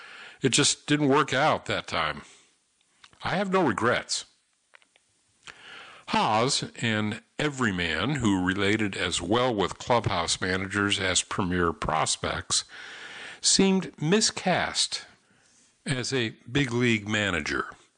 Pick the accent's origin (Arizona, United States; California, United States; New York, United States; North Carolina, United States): New York, United States; Syracuse; also born or lived in Northern Virginia; now in Richmond, United States; as a kid growing up in Syracuse, New York